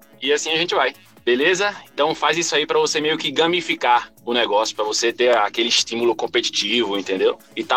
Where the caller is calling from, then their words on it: Barreiras, Bahia, Brazil; sou daqui de Barreiras, Bahia.